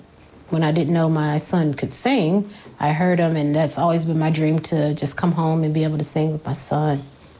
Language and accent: English; Roanoke, Virginia, United States; I grew up in Roanoke, Virginia.